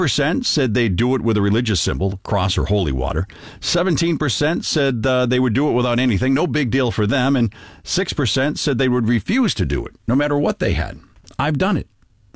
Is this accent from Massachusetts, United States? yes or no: yes; Boston, Massachusetts, United States; where I grew up in Boston